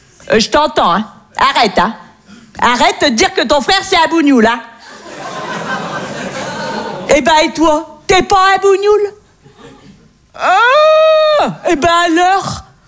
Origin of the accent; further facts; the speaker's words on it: the north of France, France; moi je viens du nord de la France.